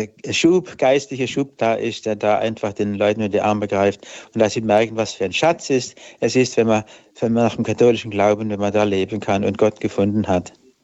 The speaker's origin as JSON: {"language": "German", "town": "Hornberg", "region": "Baden-Württemberg", "country": "Germany", "said": "Also ich bin jetzt ausnahmsweise nicht in Lahr, sondern in meiner Heimat in Hornberg bei Dielheim, Wisloch."}